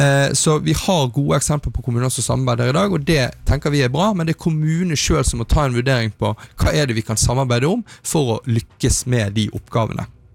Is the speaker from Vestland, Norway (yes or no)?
yes; Vestland, Norway; Bare her i Hordaland, der jeg er fra